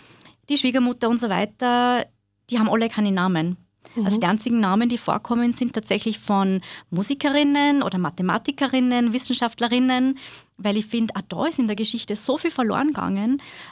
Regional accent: Linz, Upper Austria, Austria; ich bin gerade 37 Jahre alt geworden. Ich bin Mama, habe zwei kleine Kinder und bin auch Lehrerin da bei uns in Linz am Berg oben.

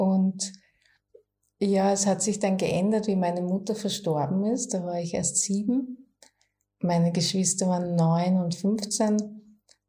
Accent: Gillersdorf, Styria, Austria; Okay, ja, mein Start war tatsächlich im ländlichen Raum, in einem kleinen Ort, der heißt Gillersdorf, an der Grenze Richtung Burgenland schon.

